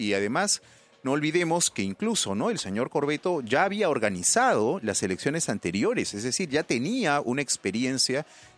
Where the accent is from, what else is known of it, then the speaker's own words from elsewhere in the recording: Arequipa, Peru; Bueno, lamentablemente no vamos a estar juntos porque ella vive en Arequipa, yo soy de Arequipa.